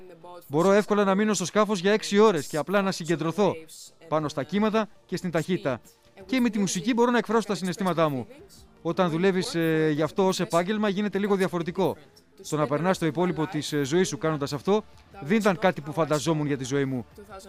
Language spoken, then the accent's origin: Greek; Piraeus, Attica, Greece; also born or lived in Athens; Γεννήθηκα στην Αθήνα και μεγάλωσα στον Πειραιά. Πάντα ζούσα δίπλα στο νερό, δίπλα στη θάλασσα